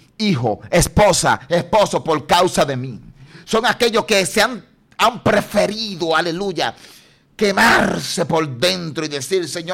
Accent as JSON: {"language": "Spanish", "country": "Dominican Republic", "said": "nosotros somos República Dominicana, la nación de la Biblia."}